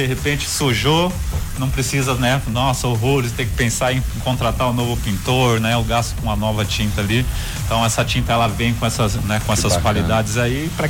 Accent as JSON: {"language": "Portuguese", "region": "São Paulo", "country": "Brazil", "said": "sou de São Paulo, né?"}